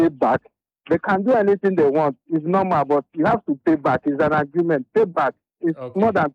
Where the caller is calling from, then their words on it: Nungua, Greater Accra, Ghana; I'm calling from Nungwa.